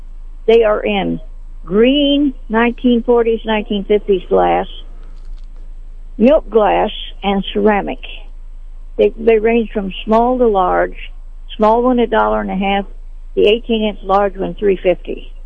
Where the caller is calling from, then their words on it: Sedalia, Missouri, United States; I'm calling from Sedalia.